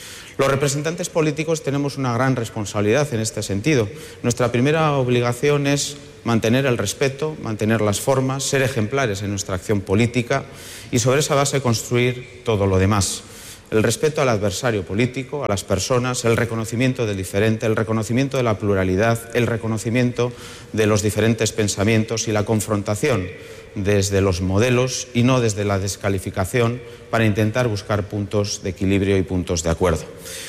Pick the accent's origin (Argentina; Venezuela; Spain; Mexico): Spain; Basque Country